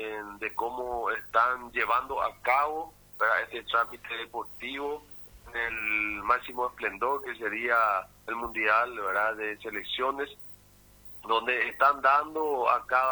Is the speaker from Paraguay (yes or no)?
yes; Paraguay; Como patriotas, como paraguayos